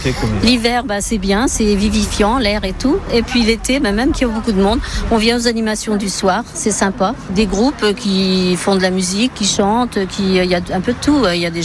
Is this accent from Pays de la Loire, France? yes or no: yes; La Roche-sur-Yon, Pays de la Loire, France; moi, je suis natif de la Roche-sur-Yon.